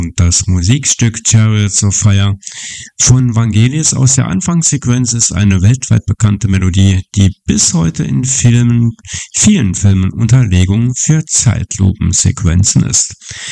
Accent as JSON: {"language": "German", "town": "Quierschied", "region": "Saarland", "country": "Germany", "tie": "born there", "said": "Denn ja, Mitte August in meinem Geburtsort, die Kirmes, das Fest, und da hat man immer gesagt, wenn das Quierschlafest rum ist, dann kommt der Herbst."}